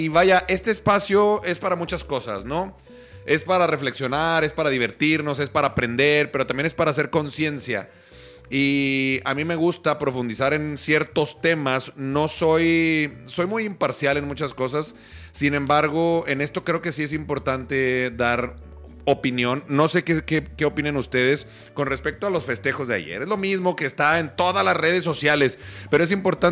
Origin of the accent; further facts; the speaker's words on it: Mexico; En realidad no me importa lo que pasa con otros países, me pasa lo que pasa con mi México, porque yo so